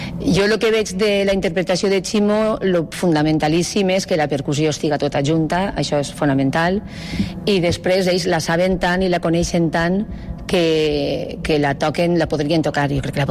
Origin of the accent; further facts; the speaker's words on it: Ontinyent, Valencian Community, Spain; Claro, com soc d'Ontinyent, com sempre es diu, tots venen de fora, però com jo soc d'Ontinyent, pues, he rebut moltes felicitacions